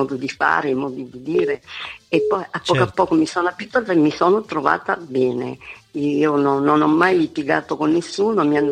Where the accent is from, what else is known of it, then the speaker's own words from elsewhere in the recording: Sciacca, Sicily, Italy; born there; also born or lived in Lombardy; Sì, a Sciacca. Ho vissuto per 27 anni in Lombardia, sì. Però sono nata a Sciacca.